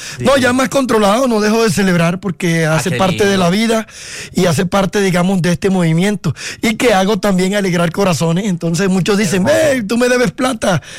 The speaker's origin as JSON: {"language": "Spanish", "town": "Valledupar", "region": "Cesar", "country": "Colombia", "said": "Yo soy vallenato de Valledupar."}